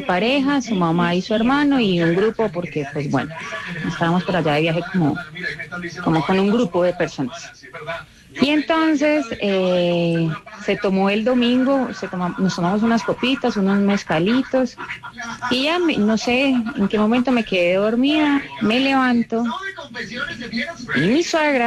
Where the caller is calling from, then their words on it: Mexico; Les hablo desde México.